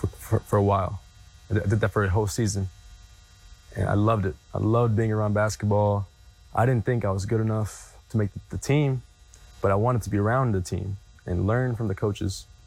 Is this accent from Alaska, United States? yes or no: no; Texas, United States; Yeah, I'm a Texan.